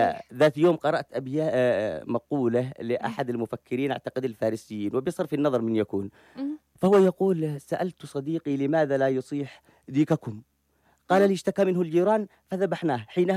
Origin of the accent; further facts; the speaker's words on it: Yemen; في قريتي كنت طفلا، لكنني بسن الكبار كانوا زملاء وحتى الذين هم أكبر مني سنا